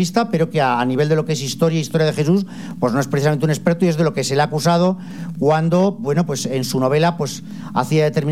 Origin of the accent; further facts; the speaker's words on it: Aragon, Spain; Es Javier Sierra y además es turolense. Es aragonés como nosotros.